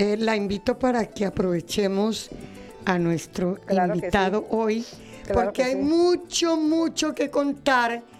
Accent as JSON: {"language": "Spanish", "region": "Arauca", "country": "Colombia", "said": "somos araucanos, somos llaneros."}